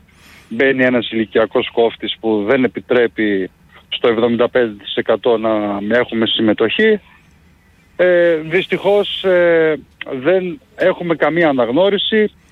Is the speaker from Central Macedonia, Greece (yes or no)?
yes; Thessaloniki, Central Macedonia, Greece; Δεν είναι από εδώ τοπική, είμαστε από όλη την Ελλάδα. Εγώ είμαι από Θεσσαλονίκη